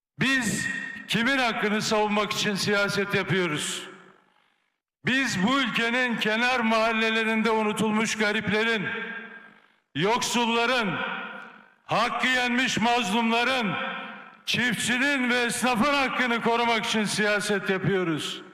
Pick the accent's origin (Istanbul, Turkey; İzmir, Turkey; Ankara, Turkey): İzmir, Turkey; İzmir'de büyüdüm, mütevazi bir ailenin çocuğuyum.